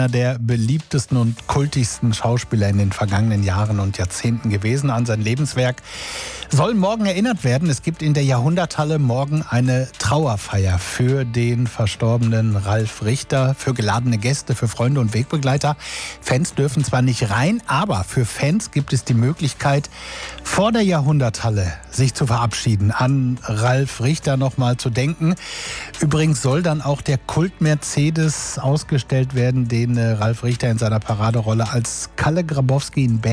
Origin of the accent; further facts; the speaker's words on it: North Rhine-Westphalia, Germany; Von den Menschen hier bei uns im Ruhrgebiet sagt man ja immer, die tragen das Herz auf der Zunge.